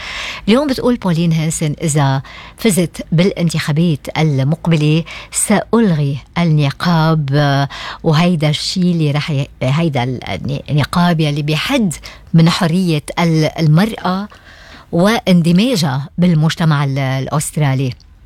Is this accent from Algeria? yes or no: no; Lebanon; now in Australia; لبنان مثل ما شايفين وضعنا